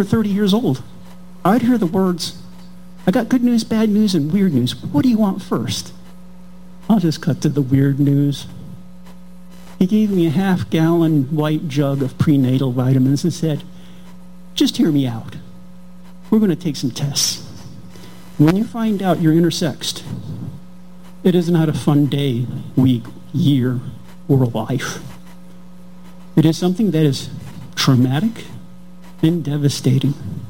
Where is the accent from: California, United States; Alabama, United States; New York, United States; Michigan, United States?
Alabama, United States; Mobile; I met a lot of civil rights icons growing up in Mobile, Alabama in the 1960s.